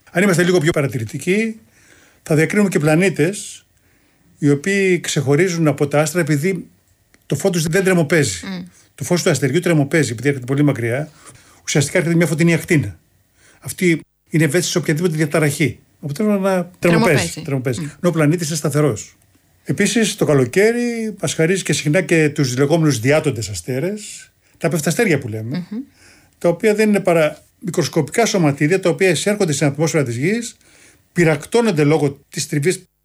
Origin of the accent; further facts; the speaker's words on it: Kymi, Central Greece, Greece; Έτσι το λέμε στην πατρίδα μου στην Κύμη.